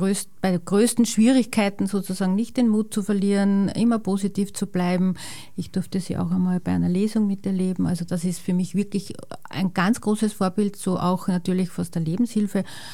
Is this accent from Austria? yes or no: yes; St. Pölten, Lower Austria, Austria; born there; Geboren bin ich in St. Pölten, einer sehr unattraktiven Arbeiterstadt, die sich aber gut entwickelt hat.